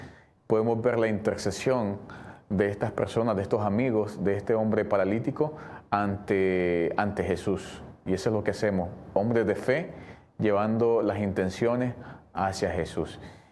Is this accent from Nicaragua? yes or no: yes; Nicaragua